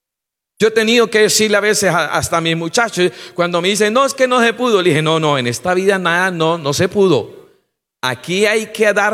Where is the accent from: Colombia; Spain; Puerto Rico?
Colombia